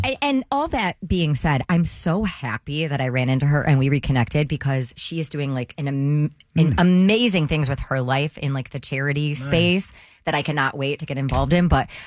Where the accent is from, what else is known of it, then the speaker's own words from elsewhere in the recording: Grosse Ile, Michigan, United States; Well, it's so cool because I grew up in Gros Isle, which is downriver.